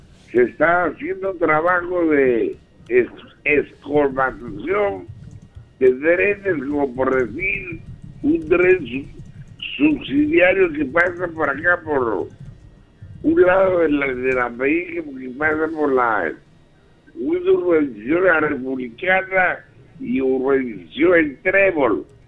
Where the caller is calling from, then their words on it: Lambayeque, Peru; Lambayeque.